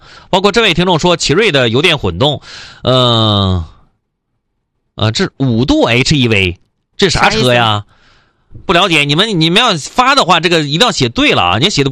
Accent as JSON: {"language": "Chinese", "region": "Northeast China", "country": "China", "said": "我们东北没人买，为啥呢？因为我们东北没有四 S 店"}